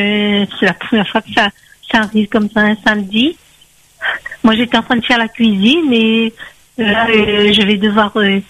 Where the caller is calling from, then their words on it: Saint-Pierre, Réunion; moi je suis sur Terre Sainte.